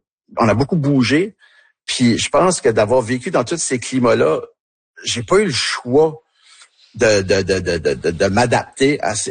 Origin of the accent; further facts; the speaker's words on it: New Brunswick, Canada; accent: Tracadie; quand je suis avec eux autres, ben, je parle avec mon accent tracadie un peu plus, puis je me laisse aller